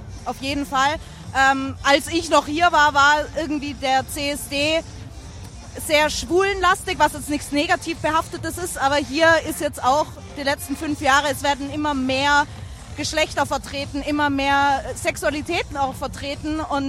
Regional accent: Zirl, Tyrol, Austria; moved away as an adult; now in Munich, Germany; Ich bin eigentlich gebürtiger Zierler.

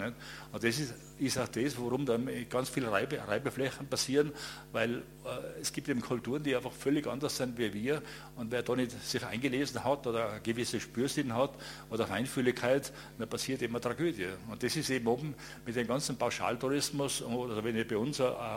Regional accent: Tyrol, Austria; bei mir in meiner Heimatgemeinde in Reitemalbachtal ist der kommerzialisierte Almabtrieb erfunden worden.

